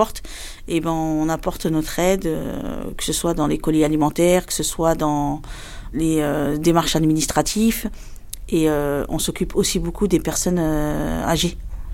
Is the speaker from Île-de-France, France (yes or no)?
yes; Argenteuil, Île-de-France, France; j'ai 48 ans, je suis née à Argenteuil. Ça fait donc 48 ans que j'habite dans le quartier du Val-Nord.